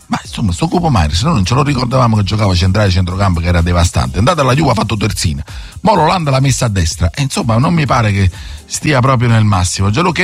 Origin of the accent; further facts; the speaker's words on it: Naples, Campania, Italy; E poi siamo napoletani, diciamo le cose e facciamo rotazioni come ci pare a noi